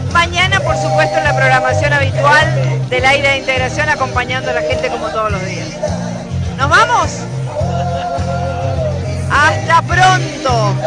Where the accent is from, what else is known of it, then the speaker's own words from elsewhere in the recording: Campo Ramón, Misiones, Argentina; Soy de Campo Ramón.